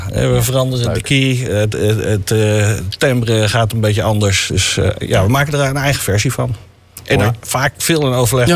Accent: Dronten, Flevoland, Netherlands; ik ben toch geboren en getogen in Dronten, dus ik wilde niet zo ver vandaan.

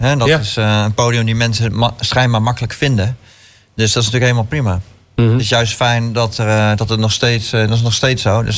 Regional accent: Assen, Drenthe, Netherlands; born there; also born or lived in Lelystad / Emmeloord; En toen we 9 jaar oud waren, toen zijn we verhuisd naar Drenthe, naar Assen.

